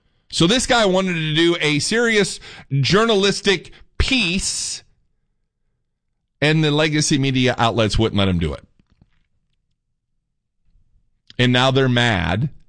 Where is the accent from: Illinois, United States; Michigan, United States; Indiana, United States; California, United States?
Indiana, United States; now in Texas, United States; when we bought the house here in Texas, we're from Indiana.